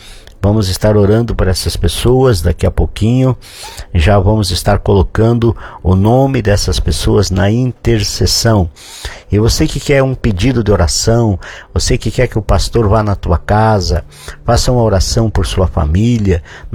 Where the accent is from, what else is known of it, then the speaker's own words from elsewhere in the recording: São Borja, Rio Grande do Sul, Brazil; accent: gaúcho; moved away; Eu já perdi o sotaque dos gaúchos aí, né? Já faz mais de 30 anos que estou fora do estado. Mas temos... É, sempre lembrando da nossa terrinha, do nosso lugar aí de São Borja